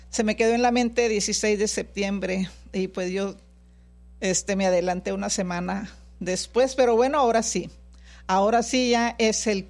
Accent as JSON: {"language": "Spanish", "town": "Reynosa", "region": "Tamaulipas", "country": "Mexico", "moved": "yes", "lives_now": "United States", "said": "Porque pues soy mexicana, yo soy de Reynosa, y aunque viva aquí, aunque ya gracias a Dios soy ciudadana americana, pero pues yo nací allá en Reynosa"}